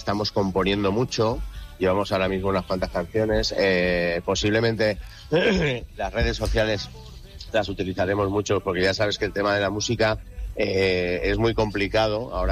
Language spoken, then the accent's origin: Spanish; Aragon, Spain; El que somos de Aragón y la tierra tira mucho, macho.